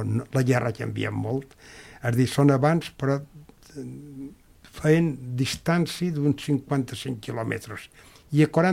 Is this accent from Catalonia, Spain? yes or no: no; Mallorca, Balearic Islands, Spain; un meu pecat de mal mallorquí